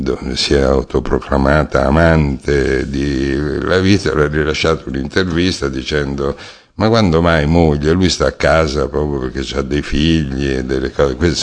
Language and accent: Italian; Brescia, Lombardy, Italy; now in Milan, Italy; da bresciano trapiantato a Milano